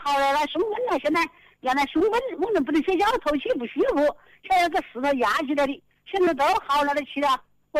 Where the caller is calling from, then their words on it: Wuhan, Hubei, China; 我是蔡县的。